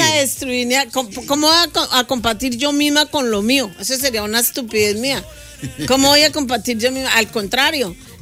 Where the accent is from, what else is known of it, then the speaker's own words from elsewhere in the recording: Colombia; now in Madrid, Spain; Estoy casada con ecuatoriano y soy colombiana.